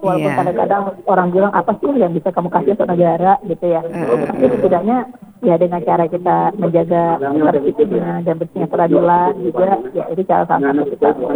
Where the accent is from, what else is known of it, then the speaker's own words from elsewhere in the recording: Takengon, Aceh, Indonesia; moved away; apalagi untuk daerah saya ya, Pakengon yang saya cintai, yang selalu saya rindukan di perantauan gitu ya.